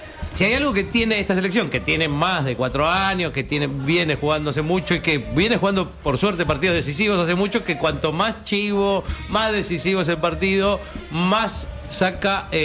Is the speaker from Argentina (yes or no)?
yes; Argentina; No, obviamente, somos argentinos